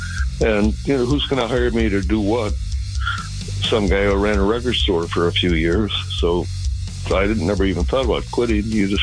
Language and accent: English; Illinois, United States; now in Athens, United States; We're both from Chicagoland and said, let's live here.